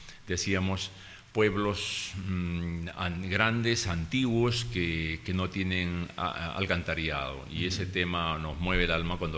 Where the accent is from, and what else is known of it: Cajaruro, Amazonas, Peru